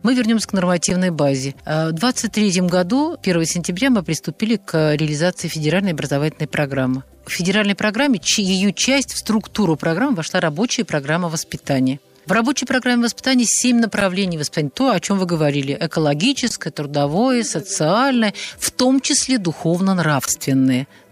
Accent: Belarus; Мы, кстати, тоже с Белоруссии.

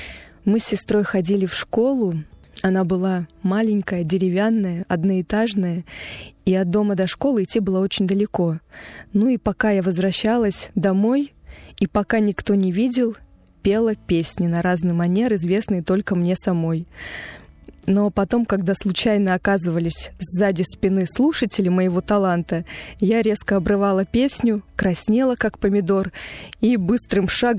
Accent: Nakhodka, Primorsky Krai, Russia; moved away as an adult; родилась я в замечательном месте, в Приморском крае, город Находка. Город омывает Тихий океан, Японское море. У нас очень уютный, красивый город. Я там выросла и жила до 18 лет.

